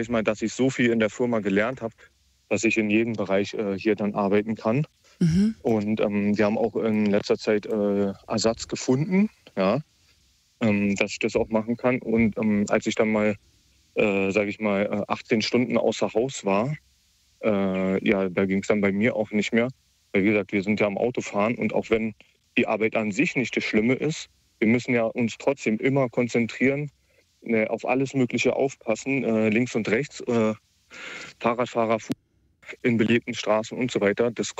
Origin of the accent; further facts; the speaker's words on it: Berlin, Germany; ich komme ja aus Berlin, hier gab es einen starken Sturm.